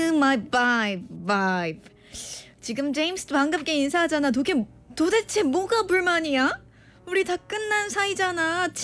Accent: South Korea; 죄송합니다. 제가 토종 한국인이라.

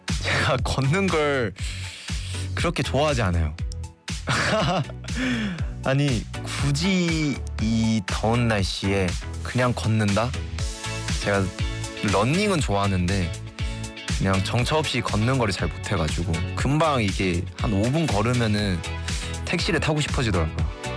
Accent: South Korea; 제가 한국인이잖아요.

